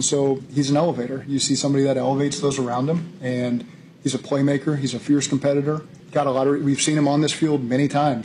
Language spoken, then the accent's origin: English; Norman, Oklahoma, United States; I'm from Norman, so I got a lot of friends and family that have been Baker fans for a long time.